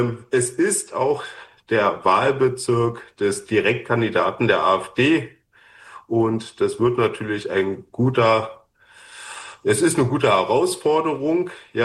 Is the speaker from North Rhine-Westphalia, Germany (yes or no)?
no; Berlin, Germany; now in Tangermünde, Germany; als ich das erste Mal nach Tangermünde gekommen bin, ja, als Berliner